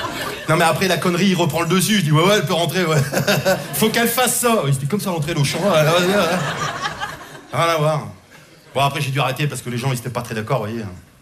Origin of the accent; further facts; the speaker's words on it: France; moved away as an adult; now in Belgium; je suis content parce que je suis français. Mais je me soigne, ça fait 20 ans que j'habite en Belgique.